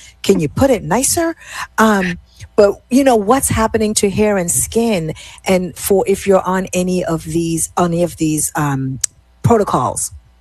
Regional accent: Jamaica; growing up a lot of sea moss, you know, being Jamaican

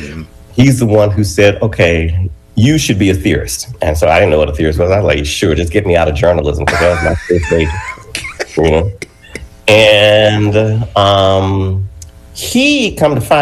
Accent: Manchester, Georgia, United States; I grew up in Manchester, Georgia, which is a rural town in west central Georgia, about an hour, 15 minutes south of Atlanta.

